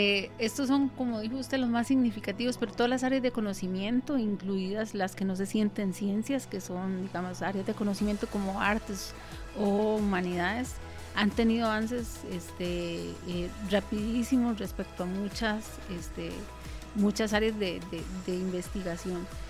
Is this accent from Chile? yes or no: no; Costa Rica; Vamos a ver, en mi país, que es Costa Rica, que somos hermanos